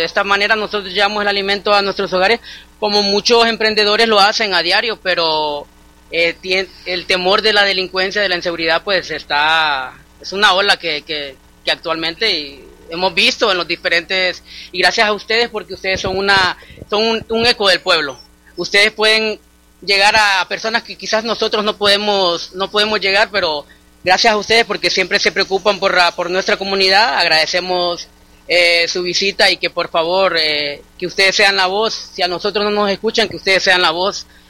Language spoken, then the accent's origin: Spanish; Siguatepeque, Comayagua, Honduras; born there; amamos nuestra ciudad, somos hijos de Siguatepeque